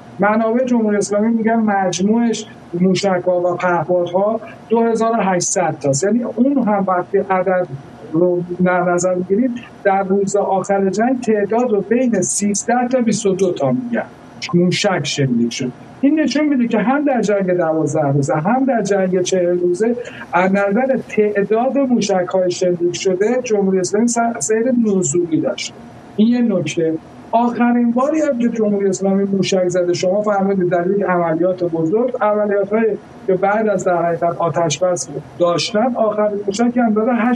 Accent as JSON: {"language": "Persian", "country": "Iran", "said": "من به عنوان یک ایرانی"}